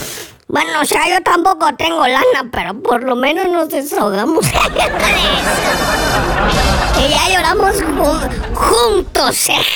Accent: León, Guanajuato, Mexico; now in Mexico City, Mexico; De ahí salía el tren hasta León, Guanajuato, mi tierra.

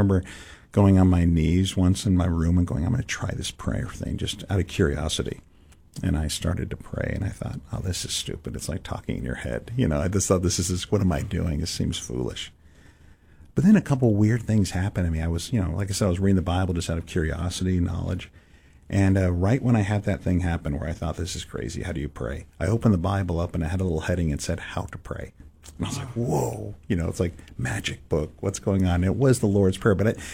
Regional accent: San Francisco, California, United States; I'm growing up in San Francisco

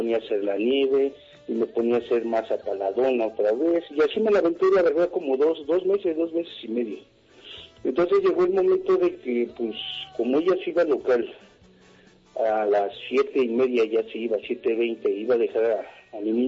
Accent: Naucalpan de Juárez, State of Mexico, Mexico; Yo soy de Naucalpan de Juárez.

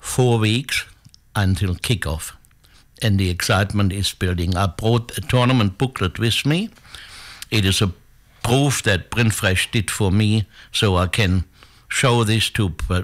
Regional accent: Elversberg, Saarland, Germany; the tiny village of Elversberg, my hometown, and the club where I played soccer as a young boy started its first ever Bundesliga season.

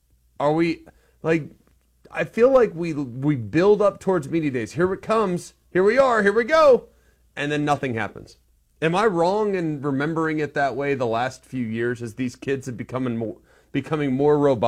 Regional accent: Dallas, Texas, United States; When we went to Dallas, that didn't feel very SEC either, and that's my hometown.

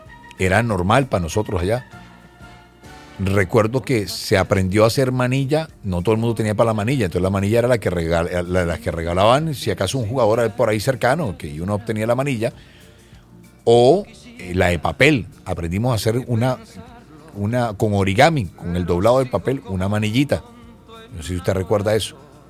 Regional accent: Barranquilla, Atlántico, Colombia; Claro, yo soy de Barrio Bajo.

